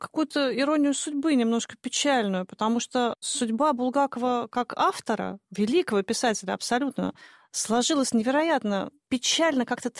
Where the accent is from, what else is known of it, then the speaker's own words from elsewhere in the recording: Moscow, Russia; мы, москвичи